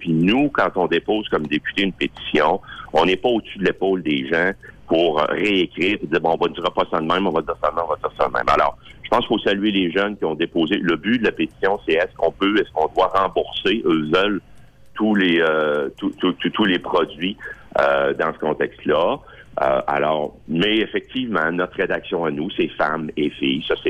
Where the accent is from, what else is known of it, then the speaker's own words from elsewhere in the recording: Quebec City, Quebec, Canada; moi, je suis un gars de Québec, je viens de Beauport. Mes filles parlent français comme moi